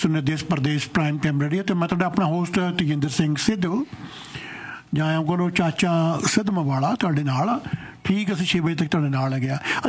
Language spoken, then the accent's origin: Punjabi; Punjab, India; ਸਾਡਾ ਪਿੰਡ ਪੈਂਦਾ ਮੁੱਲਾਪੁਰ ਦੇ ਜਗਰਾਉਂ ਦੇ ਵਿਚਾਲੇ।